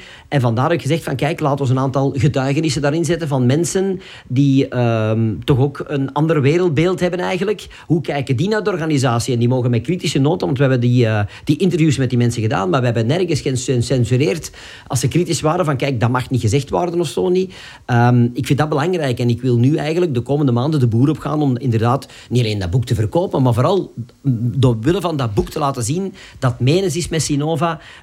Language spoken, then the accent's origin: Dutch; Turnhout, Flanders, Belgium; Absoluut, ja, ik ben van Turnhout afkomstig. Als je vraagt Turnhout is al bekend van de speelkaarten, maar ook van Soudal.